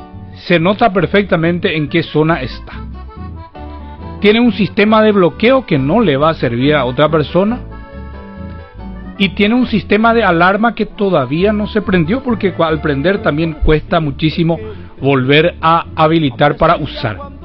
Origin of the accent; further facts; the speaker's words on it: Paraguay; nosotros como paraguayos